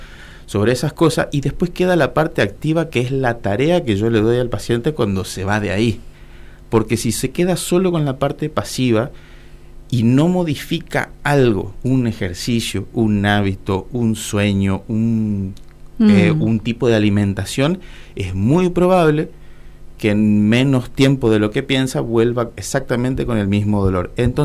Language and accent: Spanish; Corrientes, Argentina; No, de donde yo vengo, pues yo soy del interior de Corrientes, había taekwondo